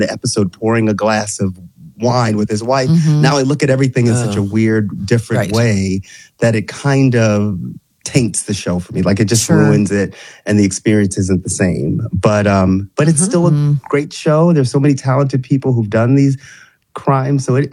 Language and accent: English; New York City, New York, United States; as a little black kid growing up in New York City.